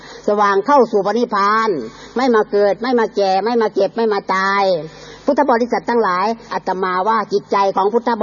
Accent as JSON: {"language": "Thai", "region": "Isan", "country": "Thailand", "said": "อาตมาก็เคยนั่งสมาธิอยู่เชียงใหม่3เดือนอาตมาอธิษฐานพูดกับเจ้าอาวาสท่านอาจารย์ผมมาจากอีสานผมมาบำเพ็ญอยู่เชียงใหม่"}